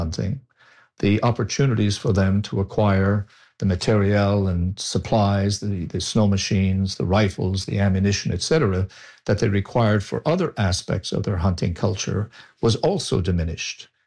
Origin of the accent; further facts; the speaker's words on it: Newfoundland and Labrador, Canada; as a Newfoundlander